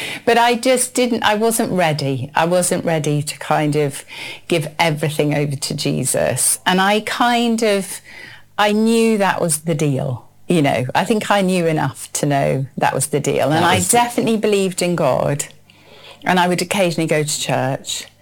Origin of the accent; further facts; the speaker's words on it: Wimbledon, London, United Kingdom; also born or lived in New York State, United States; Well, I grew up in Wimbledon until I was 12, actually. So I didn't have all my childhood in Wimbledon. And then we moved to the US.